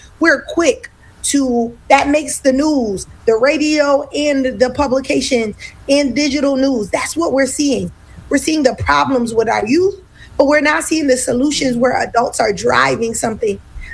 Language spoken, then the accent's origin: English; New York, United States; now in Philadelphia, United States; As a New Yorker now living in Mount Airy, homeowner